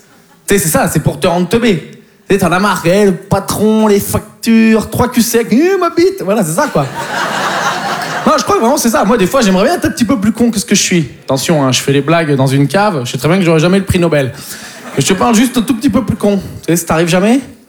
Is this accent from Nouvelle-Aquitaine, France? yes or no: yes; Poitiers, Nouvelle-Aquitaine, France